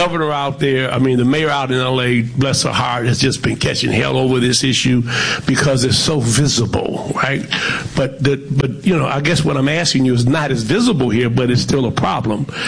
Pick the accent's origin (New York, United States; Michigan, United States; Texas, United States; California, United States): Michigan, United States; Detroit; as a child growing up in Detroit